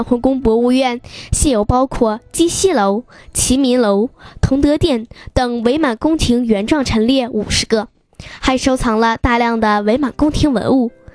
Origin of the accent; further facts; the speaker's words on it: Changchun, Jilin, China; 我是长春人，我为家乡代言。我的家在长春，它是一座历史悠久而又充满活力的省会城市。